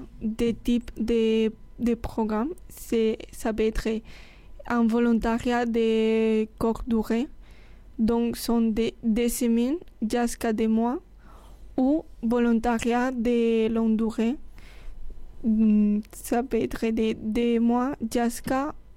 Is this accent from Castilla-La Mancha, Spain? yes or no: yes; Castilla-La Mancha, Spain; French is a second language; now in Nîmes, France; j'ai 23 ans et je viens de Castilla-La Mancha, d'un petit village de 3000 habitants. Mais la ville plus grande, près de chez moi, c'est Albacete.